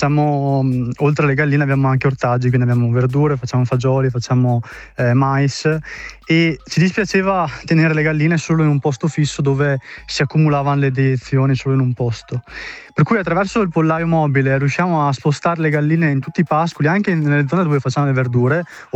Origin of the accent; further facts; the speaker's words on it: Badia Calavena, Veneto, Italy; Io sono di Badia Calavena